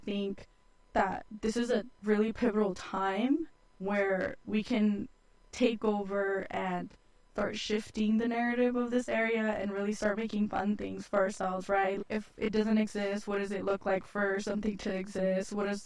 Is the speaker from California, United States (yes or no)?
yes; Modesto, California, United States; also born or lived in Ceres / Turlock; I was born and raised here in Modesto, Doctors Medical Center, and I actually went to school in Burbank and then a little bit of Mark Twain, but then my family moved closer to my dad's job.